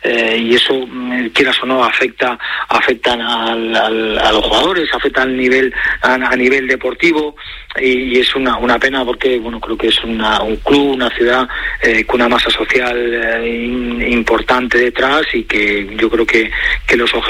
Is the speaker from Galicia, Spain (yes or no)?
yes; Nigrán, Galicia, Spain; Aquí por esta zona, pues imagínate, aquí me crié en el Celta con 10, 12 años hasta los 20.